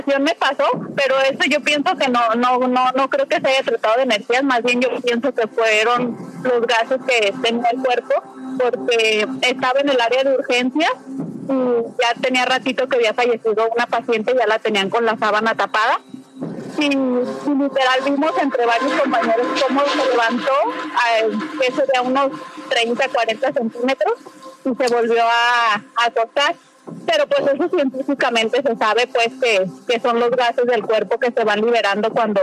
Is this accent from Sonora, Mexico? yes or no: no; Guadalajara, Jalisco, Mexico; Soy de Guadalajara, les acabo de hablar.